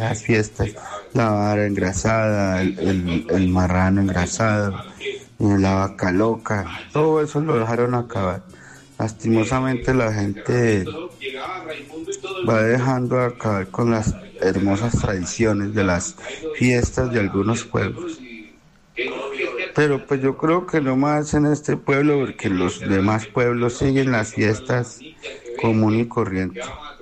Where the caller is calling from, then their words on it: La Unión, Colombia; las fiestas de mi pueblo antes eran las mejores. No, mejor dicho, las fiestas de La Unión eran muy, muy, muy superiores.